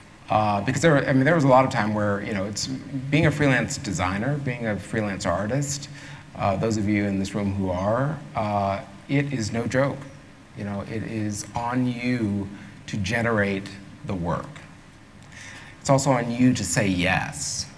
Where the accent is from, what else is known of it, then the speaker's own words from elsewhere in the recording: Akron, Ohio, United States; It was Akron. I mean, it was, you know, it was growing up on I spoke of this last night. Growing up on Avalon Avenue, which was a dead-end street that dead-ended into the football field of Buchtel High School.